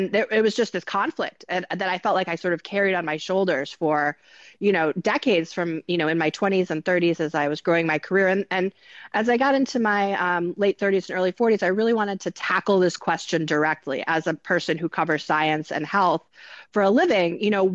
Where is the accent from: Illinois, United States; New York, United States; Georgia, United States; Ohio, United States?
New York, United States; where I grew up in New York.